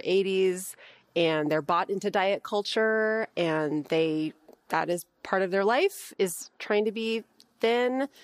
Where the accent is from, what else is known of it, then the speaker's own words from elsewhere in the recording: United States; Well, look, I'm an American. That's what I know.